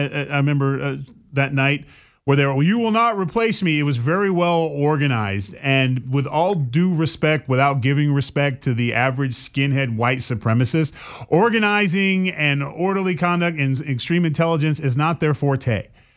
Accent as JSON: {"language": "English", "region": "California", "country": "United States", "tie": "born or raised there", "moved": "yes", "said": "I grew up in California. I won't bring my family to California anymore."}